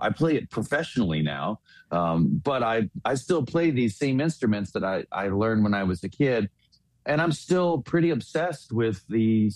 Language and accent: English; Virginia, United States; Well, you know, all the presidents were from my region, and I went to, you know, many of their homes, three presidential homes.